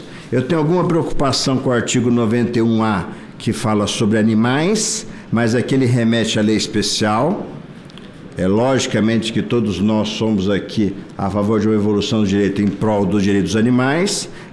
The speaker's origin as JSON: {"language": "Portuguese", "town": "Presidente Prudente", "region": "São Paulo", "country": "Brazil", "said": "mesmo dentro do meu estado de São Paulo, Mogi das Cruzes é uma região, Presidente Prudente de onde eu venho é outra"}